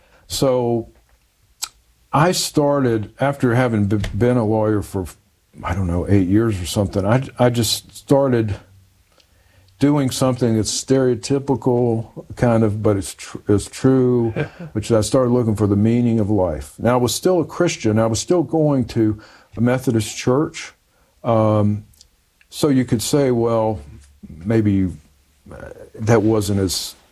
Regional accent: the South, United States; I grew up in the South, you're Protestant or Catholic.

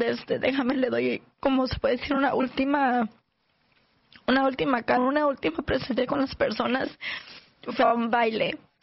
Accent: United States; doy una presencia con personas que yo crecí aquí en Estados Unidos, en la iglesia, porque ella y yo crecimos como en la escuela, como ya más jóvenes y todo eso, en la junior high, high school y todo eso.

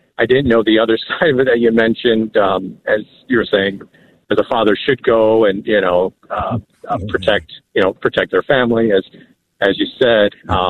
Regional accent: Arizona, United States; I'm actually from Arizona

